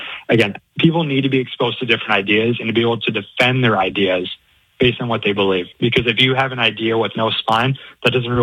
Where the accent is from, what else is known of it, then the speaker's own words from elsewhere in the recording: Minnesota, United States; Yeah, I live right now, and I grew up about 30 minutes south of the Twin Cities.